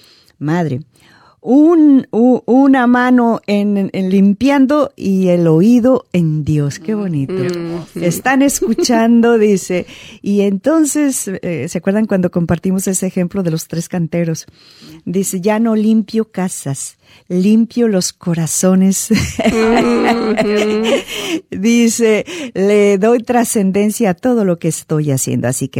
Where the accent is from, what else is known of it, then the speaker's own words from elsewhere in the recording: Guatemala; now in United States; sea en Guatemala, en mi país de origen